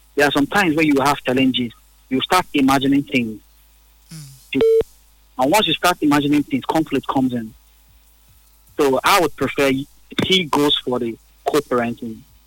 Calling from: Port Harcourt, Rivers, Nigeria; I'm calling from Woji.

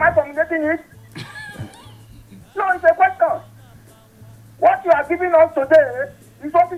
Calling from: Nigeria

